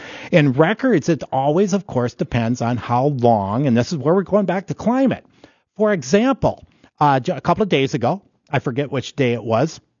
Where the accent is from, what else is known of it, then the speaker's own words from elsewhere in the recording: Midwest, United States; living in the Midwest